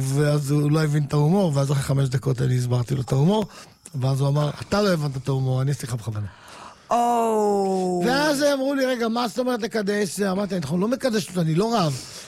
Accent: Morocco; ואני כמרוקאי, מזרחי, שלא אכלנו חלב מעולם בילדות שלנו, לא היה.

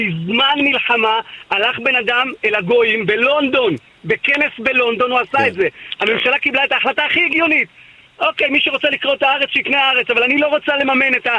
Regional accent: Ashkelon, Southern District, Israel; born there; כן, כן, באשקלון, בגבעת ציון, השכונה שבה נולדתי.

